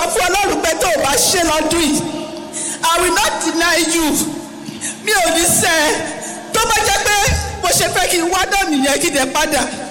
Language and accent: Yoruba; Ijebu Ode, Ogun, Nigeria; Mo wá láti Ìjẹ̀bú òde.